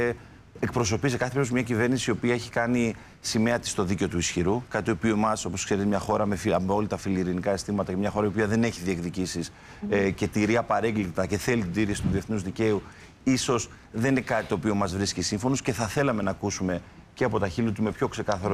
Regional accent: Greece

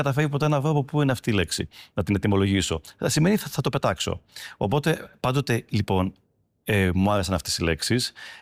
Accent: Greece; born there; είμαι πολύ περήφανος και χαρούμενος που είμαι Έλληνας που γεννήθηκα στην Ελλάδα

